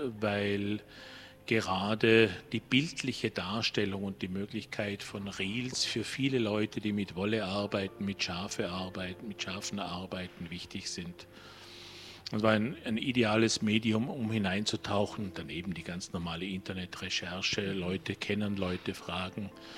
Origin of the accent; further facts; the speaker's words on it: Austria; ich bin Österreicher